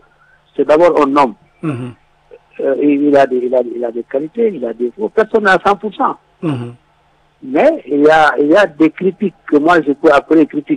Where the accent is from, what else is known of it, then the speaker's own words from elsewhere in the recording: Senegal; en tant que Sénégalais